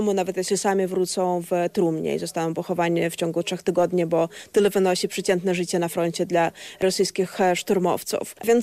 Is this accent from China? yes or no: no; Russia; ja jako Rosjanin